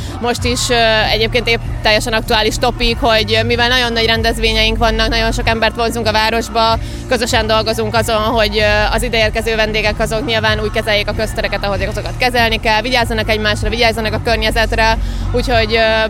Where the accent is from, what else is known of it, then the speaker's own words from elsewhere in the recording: Debrecen, Hajdú-Bihar, Hungary; now in Budapest, Hungary; Én debreceni vagyok, de egyébként Budapesten élek